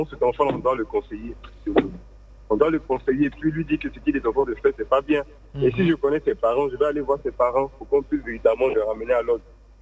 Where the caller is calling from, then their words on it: Abidjan, Côte d’Ivoire; Actuellement, je suis à la Riviera 3.